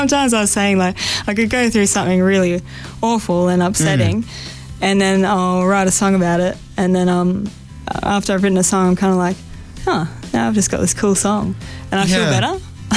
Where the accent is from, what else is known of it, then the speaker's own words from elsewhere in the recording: Grafton, New South Wales, Australia; Yeah, so I grew up in Grafton.